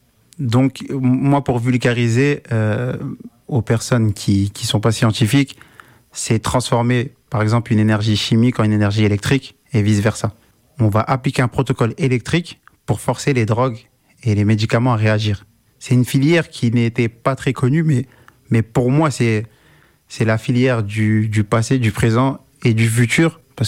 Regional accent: Compiègne, Hauts-de-France, France; moved away as an adult; also born or lived in Paris; Je suis originaire de Compiègne. … c'est un jeune qui a grandi au Clos des Roses jusqu'à ses 18 ans. Donc j'ai fait toutes mes classes à Compiègne, en passant par Filias Le Bègue, le collège André Malraux, le lycée Mireille Grenet.

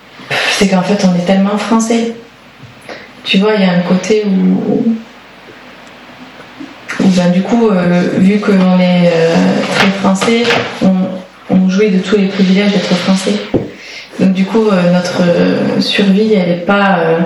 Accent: France; je suis française. Tu vois, je suis blanche

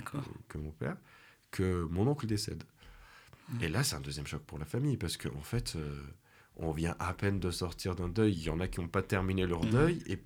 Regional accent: Clermont-Ferrand, Auvergne-Rhône-Alpes, France; Et c'est vrai que moi, qui ai grandi dans un quartier populaire, hein, mm-hmm. j'ai grandi à la Gautière

